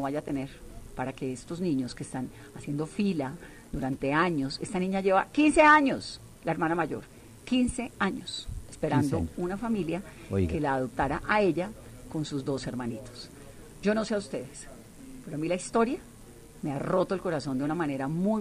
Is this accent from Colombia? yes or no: yes; Colombia